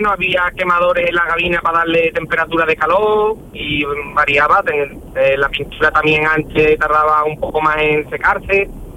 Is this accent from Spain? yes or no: yes; Bollullos de la Mitación, Andalusia, Spain; Trabajo en Sevilla, soy de Bollullo de la Habitación.